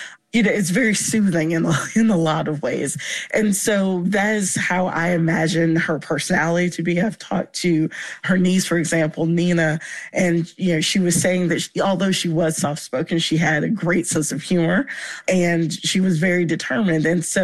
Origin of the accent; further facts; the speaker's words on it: Virginia, United States; Yeah, so I did not grow up knowing about Miss Lewis, even though I grew up in Virginia.